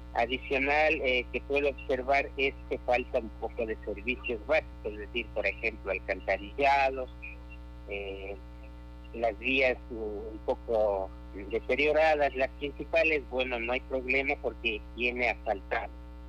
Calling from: Latacunga, Cotopaxi, Ecuador

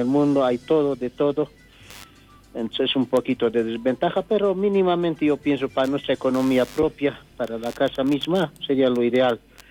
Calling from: Bolivia; en nuestra situación como bolivianos

